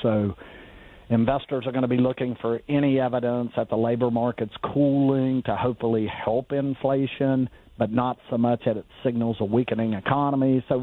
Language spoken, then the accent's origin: English; United States; I'm from Jackson County, and we had Kaiser Aluminum, which had a lot of steel workers unions.